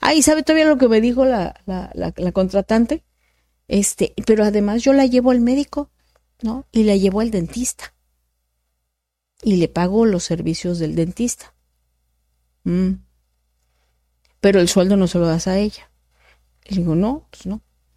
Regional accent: Tabasco, Mexico; sí le puedo decir de allá de mi pueblo donde vengo, de allá de Tabasco

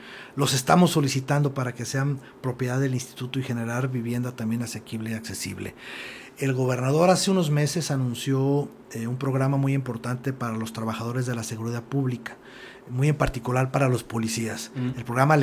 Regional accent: Ahualulco de Mercado, Jalisco, Mexico; Yo soy del municipio de Agualulco.

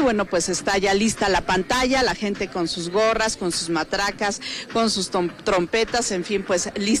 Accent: Irapuato, Guanajuato, Mexico; Muy bonito, la mera verdad. Vengo de Irapuato, muy bonito.

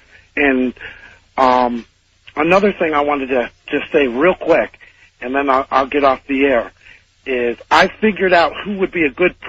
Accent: South Bend, Indiana, United States; I am from South Bend, Indiana.

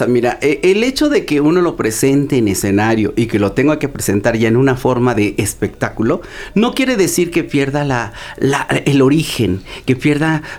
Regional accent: Iztapalapa, Mexico City, Mexico; Todo empezó cuando yo cantaba y bailaba en mi pueblito, en Los Reyes, Culhuacán, porque yo, como … soy de Iztapalapa para el mundo.

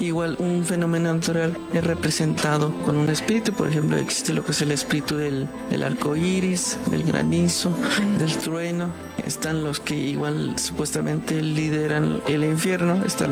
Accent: Puebla, Mexico; Nosotros venimos de la Sierra Norte de Puebla, a los límites de Puebla e Hidalgo, y en nuestra comunidad nos dedicamos a hacer lo que es el papel amate.

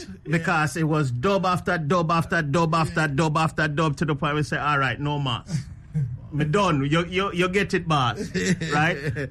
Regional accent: New York City, New York, United States; And I learned that because growing up in New York City, I grew up with Addy's sound system.

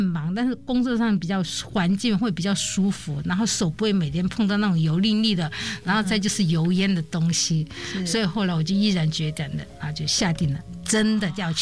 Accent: Hunan, China; moved away as an adult; now in Taiwan; 虽然我是湖南人

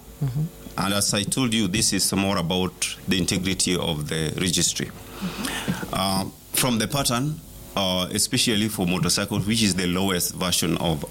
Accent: Kenya; I'm Kenyan.

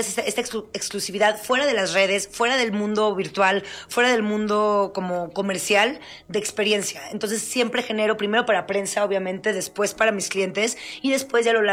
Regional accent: San Luis Potosí, Mexico; also born or lived in London, United Kingdom; now in Mexico City, Mexico

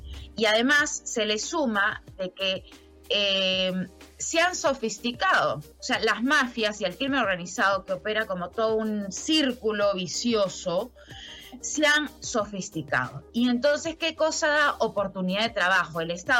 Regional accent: Peru

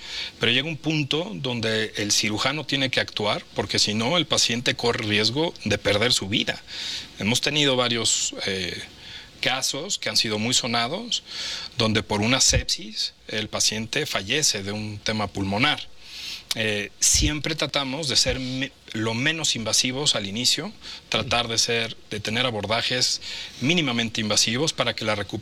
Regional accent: Mexico; a mí me llena de orgullo como mexicano.

